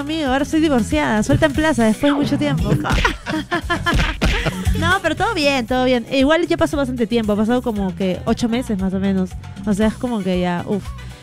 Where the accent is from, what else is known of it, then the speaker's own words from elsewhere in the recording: San Miguel, Lima, Peru; Sí, claro, yo soy de San Miguel, sí, o sea, seguimos viviendo ahí en San Miguel, toda mi familia, ¿no? Bueno, los que están acá en Perú, ¿no?